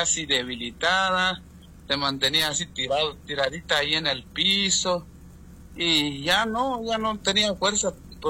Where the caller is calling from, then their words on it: Huehuetenango, Guatemala; Yo le llamo de aquí, de Varillas, hermano, departamento de Huehuetenango, Guatemala.